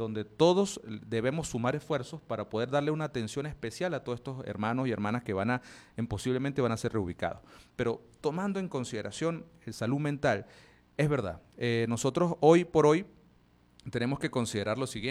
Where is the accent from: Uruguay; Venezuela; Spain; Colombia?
Venezuela